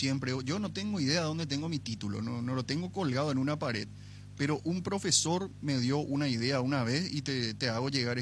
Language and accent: Spanish; Paraguay; en Paraguay somos todos hermanos